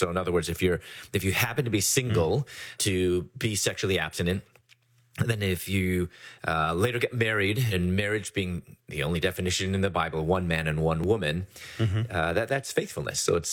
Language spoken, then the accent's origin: English; Chicago, Illinois, United States; I'm originally from Chicago, and I was accepted to dental school, pursuing my doctorate in dentistry.